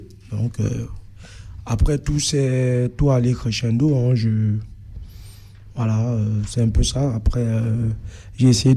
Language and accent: French; Cameroon; moved away as an adult; now in France; mon pays d'origine au Cameroun.